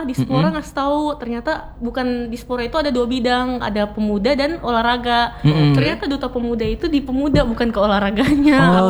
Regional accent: Makassar, South Sulawesi, Indonesia; now in Jakarta, Indonesia

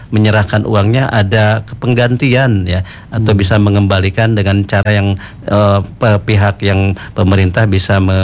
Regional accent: Bogor, West Java, Indonesia; saya orang Bogor juga itu

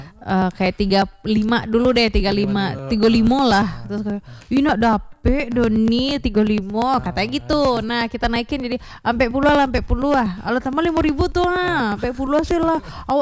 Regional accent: Bukittinggi, West Sumatra, Indonesia; born there; Emang keren tuh Bukit Tinggi. Itu kota kelahiranku loh.

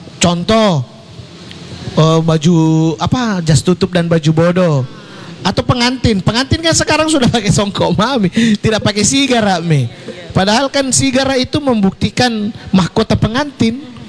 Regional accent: Makassar, South Sulawesi, Indonesia; kalau saya menyebut … tanpa memproklamirkan bahwa saya orang Makassar

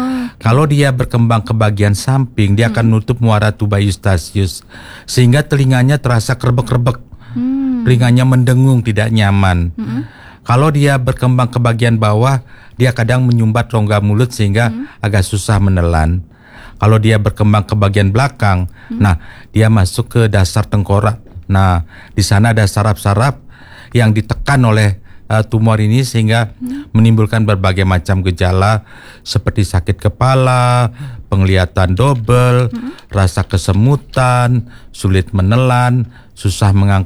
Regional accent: Bali, Indonesia; kita memang berisiko sekali sebagai orang Bali ini

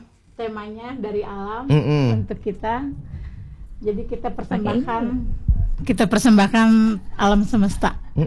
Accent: Garut, West Java, Indonesia; Asalnya dari Jawa Barat. Mm-mm. Nah, kebetulan saya orang Garut.

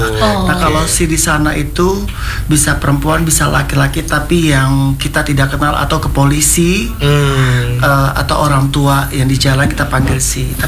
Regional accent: Manado, North Sulawesi, Indonesia; Saya Manado aslinya.

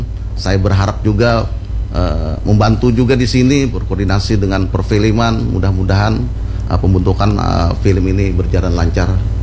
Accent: South Kalimantan, Indonesia; sangat himung Banar, orang kita Banjar ya, kalau sangat suka Bucat.

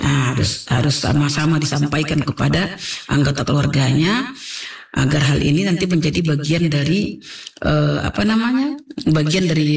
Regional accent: Tanjung Balai, North Sumatra, Indonesia; Yang Tanjung Balai ini daerah saya nih.

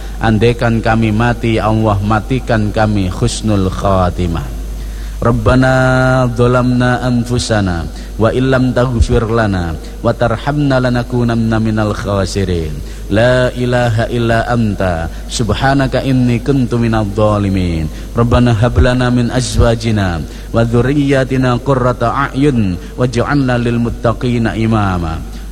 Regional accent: Surabaya, East Java, Indonesia; accent: East Javanese; Maka saya itu bisa keliling Indonesia itu karena logat saya yang ketahuan. Oh, ini orang Surabaya, ini logat Jawa Timuran.

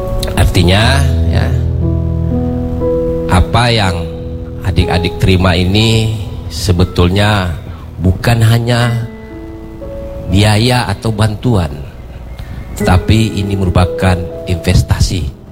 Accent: Pekanbaru, Riau, Indonesia; lahir besar di Pekanbaru, ya, sudah kemana-mana, alhamdulillah seluruh benua sudah saya jalani

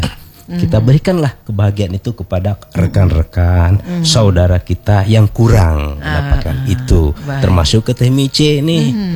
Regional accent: West Java, Indonesia; Selain kita Sunda ya.

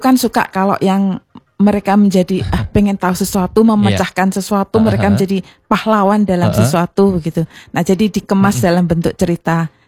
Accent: Java, Indonesia; also born or lived in Sumba; Saya orang NTT, tetapi lahir besar di Jawa.

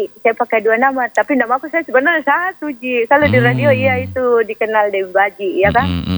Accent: Makassar, South Sulawesi, Indonesia; now in Soppeng, Indonesia; tapi besar di Makassar, Ki, ya. Tapi kurang lincah juga bahasa itu.

